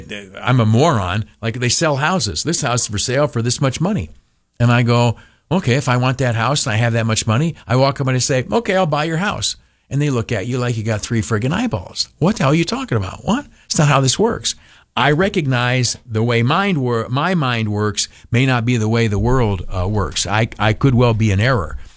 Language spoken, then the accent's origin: English; United States; I'm American to the bone, buddy.